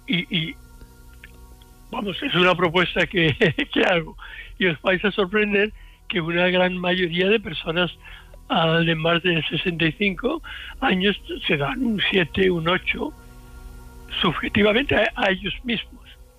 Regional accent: Seville, Andalusia, Spain; born there

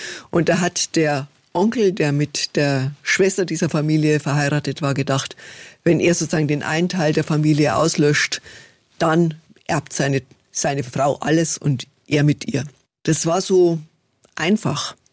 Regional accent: Bavaria, Germany; moved away as an adult; Ich komme ja aus Niederbayern, aus einer Schreinerfamilie.

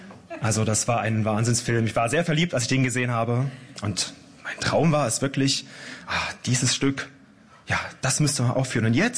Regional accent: Berlin, Germany; accent: Berlin; Und ich selbst habe auch den Berliner Dialekt, bin waschechter Berliner und kann eben auch auf Berlinerisch gebärden.

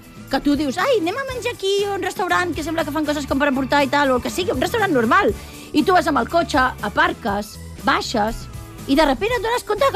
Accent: Catalonia, Spain; que sóc catalana

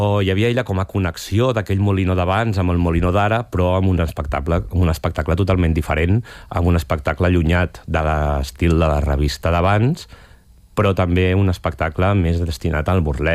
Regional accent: Sant Pau de Segúries, Catalonia, Spain; moved away as an adult; now in Barcelona, Spain; Jo sóc de poble, sóc de Sant Pau de Segúries. Vaig venir a Barcelona a estudiar i em vaig quedar a treballar i m'hi he quedat a viure.

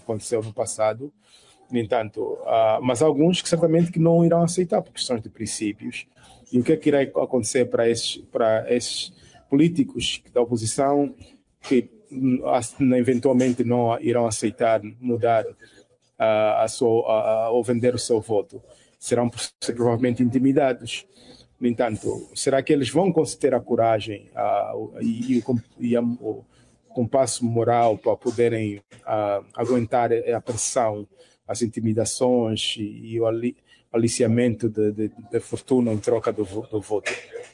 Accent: Angola; eu tenho como cidadão angolano

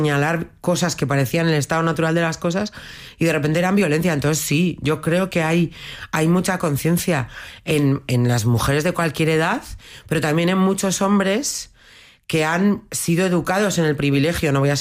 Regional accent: Bilbao, Basque Country, Spain; yo soy de Bilbao

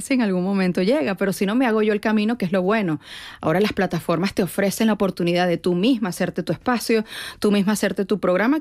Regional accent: Venezuela; now in Madrid, Spain; tengo 10 años que no voy a Venezuela también, en 10 años ha cambiado muchísimo el país, no sé cómo se paga allí hoy en día, como nada, yo estoy madrileña

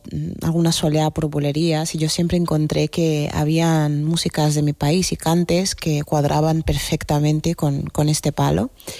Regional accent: Lisbon, Portugal; now in Madrid, Spain; Pues mira, mis padres vienen de una isla en Guinea-Bissau, en la costa occidental africana, y yo crecí en Lisboa y llevo ya 22 años viviendo aquí en Madrid.

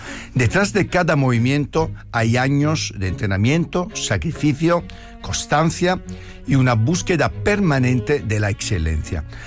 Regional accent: Francavilla Fontana, Apulia, Italy; Spanish is a second language; now in Madrid, Spain; coreógrafo, que además es de mi pueblo, de Francavilla Fontana. Así que hoy un programa de emociones, de pasión, y hasta con un paisano de mi pueblo que ha acabado como yo en Madrid.

